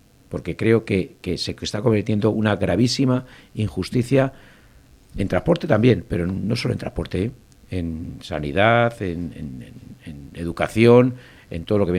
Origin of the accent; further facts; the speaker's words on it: Parla, Community of Madrid, Spain; que somos madrileños de pleno derecho, que tiene que haber partidas presupuestarias en los presupuestos generales de la Comunidad de Madrid que destinen partidas para construir infraestructuras en nuestro municipio.